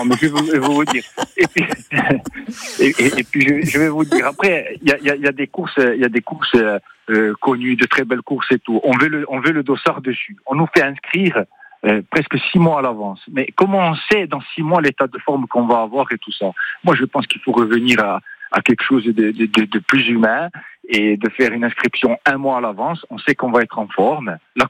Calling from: Corsica, France; je vous appelle de Prunay-Lifumor. Voilà, je me présente … je suis président du club Avourmig.

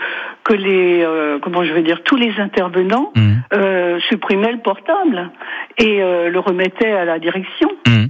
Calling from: Laxou, Grand Est, France; Je vous appelle de l'Axou

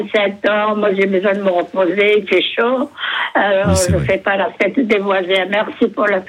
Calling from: Avignon, Provence-Alpes-Côte d'Azur, France; Moi, à Avignon, j'habite il y a longtemps. Je suis d'Avignon. Et la rue Rateau, moi, je ne suis pas rue des Teinturiers, mais on fait partie de la rue des Teinturiers.

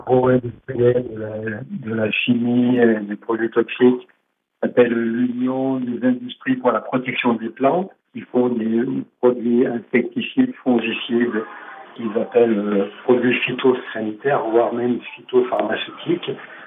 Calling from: Auvergne-Rhône-Alpes, France; Voilà, donc, je suis en Savoie.

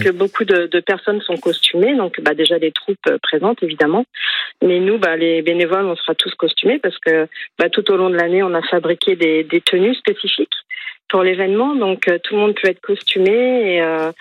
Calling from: La Bouëxière, Brittany, France; je vous appelle de la Bouixière.

